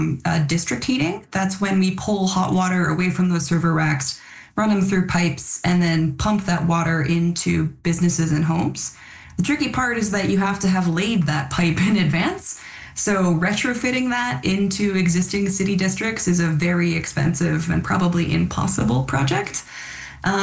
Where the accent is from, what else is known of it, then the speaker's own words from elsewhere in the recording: Alberta, Canada; I come from Alberta, and out in the prairies, climate change is reducing, it's bringing a lot of drought.